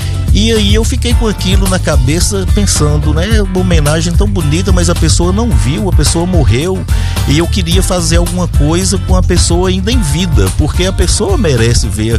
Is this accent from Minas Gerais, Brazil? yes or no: yes; Manga, Minas Gerais, Brazil; Isso, eu costumo falar que eu sou de Manga e Montalvânia. Eu nasci em Mangas, fui embora com 9 anos de idade, aí estudei e tal, voltei, moro em Montalvânia hoje.